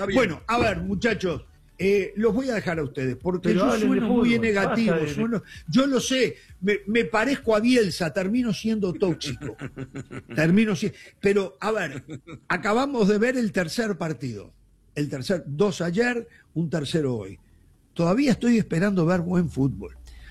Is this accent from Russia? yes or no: no; Uruguay; La FIFA, yo voy a hablar de mi pueblo, el uruguayo. La FIFA no le enseñó al pueblo uruguayo a que entiendan los uruguayos o entendamos los uruguayos que la selección es nuestra imagen, es nuestro orgullo.